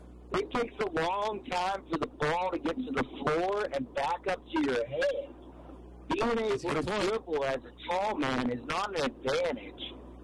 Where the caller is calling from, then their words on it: Youngstown, Ohio, United States; I'm from Youngstown, Ohio.